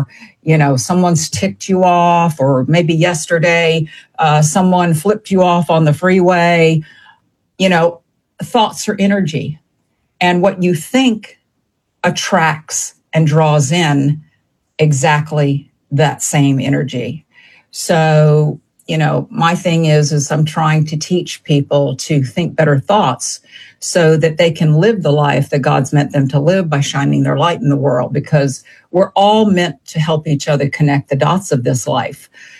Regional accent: Savannah, Georgia, United States; Growing up in the South, I grew up in Savannah, Georgia. I'm a Georgia girl.

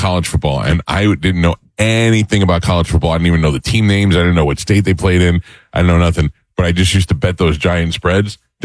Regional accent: New York, United States; That was when, so they used to have these things when I grew up in New York, and there's a lot of New Yorkers and people from the Northeast are gonna, you know, relate to this.

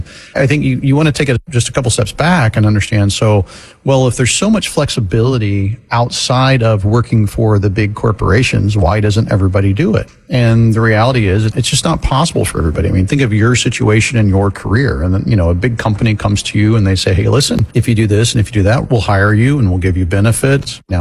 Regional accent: Florida, United States; Well, yeah, I grew up in Florida.

